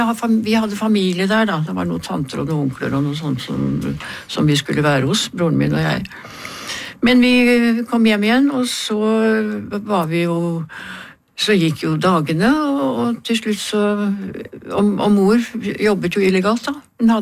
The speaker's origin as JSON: {"language": "Norwegian", "region": "Oslo", "country": "Norway", "tie": "born or raised there", "said": "Jeg har vokst opp på Beste Vestkant, som det heter"}